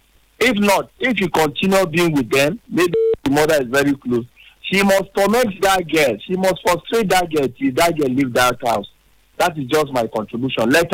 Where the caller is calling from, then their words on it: Port Harcourt, Rivers, Nigeria; I'm calling from Port Harcourt.